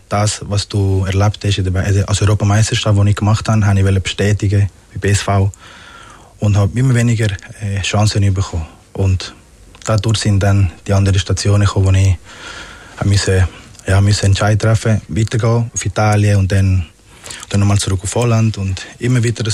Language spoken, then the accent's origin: German; Magdalena, Colombia; born or raised there; now in Switzerland